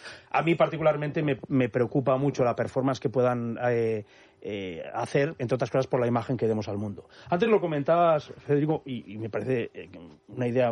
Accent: Barcelona, Catalonia, Spain; Barcelona, que es la segunda ciudad más poblada de España, pues pueda dar una imagen distinta, y es mi tierra, a mí me preocupa.

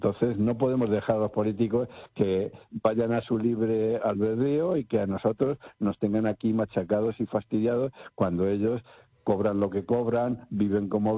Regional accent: Spain; porque todos somos españoles.

